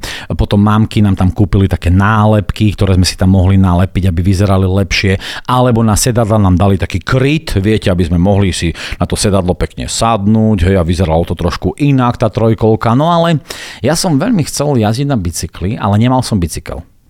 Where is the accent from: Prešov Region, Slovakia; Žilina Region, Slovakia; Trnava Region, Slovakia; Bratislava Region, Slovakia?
Prešov Region, Slovakia; Bardejov; ja pochádzam z Bardejova a ešte z takej bytovky, ktorá sa volala K5-ka